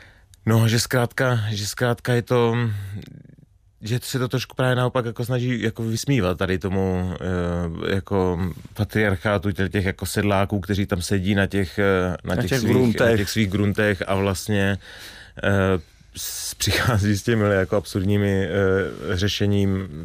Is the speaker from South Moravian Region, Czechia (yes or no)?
yes; Strážnice, South Moravian Region, Czechia; Ten zmiňovaný třeba Lukáš Příkazský, tak ten je taky ze Strážnice, odkud pocházím, takže vlastně jsme už spolu v dětství nebo v dospívání natáčeli nějaké krátké filmy